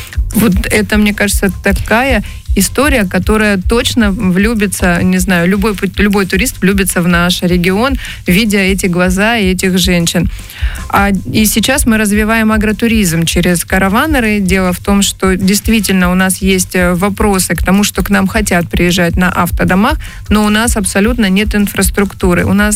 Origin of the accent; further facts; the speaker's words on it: Krasnodar Krai, Russia; я как потомственная казачка хочу открыть глубинку Кубани.